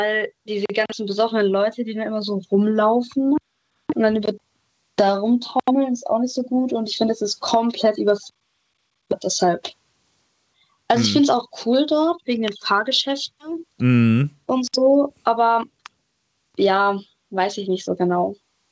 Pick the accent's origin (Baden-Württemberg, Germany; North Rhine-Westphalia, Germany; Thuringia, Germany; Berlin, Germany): Baden-Württemberg, Germany; moved away; Also, ich komme ursprünglich aus Baden-Württemberg.